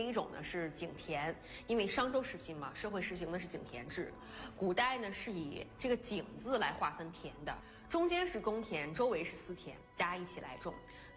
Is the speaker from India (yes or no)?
no; China; 我们中国人嘛，自古以来就有安土重迁的传统